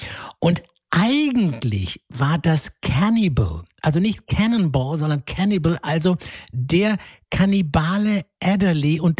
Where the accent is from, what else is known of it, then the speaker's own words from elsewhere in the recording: Rhineland, Germany; hatte. Der hatte also mehr Schulbrote als alle anderen zusammen. Und hat also, wie hieß das früher bei uns im Rheinland, er hat gefressen wie ein Scheunendrescher, sagte man da.